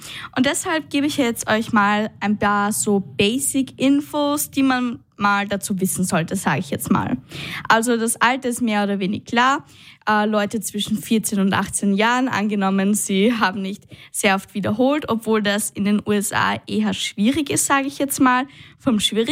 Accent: Austria; Also bei uns in Österreich ist es ja oft so

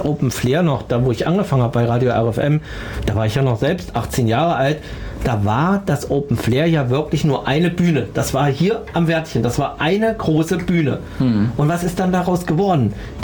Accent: Thuringia, Germany; Selbst bei uns im Eichsfeld, also ich bin ja Eichsfelder und komme ja aus, wie ihr, aus dem Unstrut-Heinig-Kreis.

